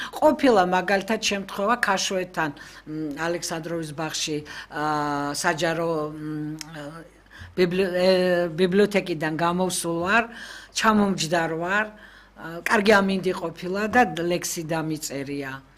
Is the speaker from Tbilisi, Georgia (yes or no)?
yes; Tbilisi, Georgia; მე ჩემი თბილისიდან მოვდივარ, იმ უბნებიდან მოვდივარ, სადაც კარიარი კეტებოდა